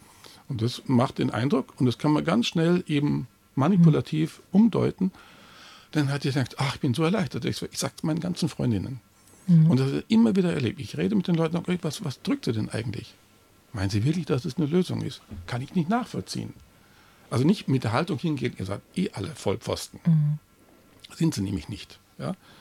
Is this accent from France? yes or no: no; Bavaria, Germany; now in Baden-Württemberg, Germany; ich bin alt genug zu sagen, ich komme aus Bayern